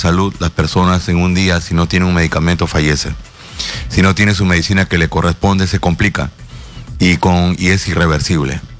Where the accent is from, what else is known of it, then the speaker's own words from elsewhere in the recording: Peru; asumir un reto muy importante como peruano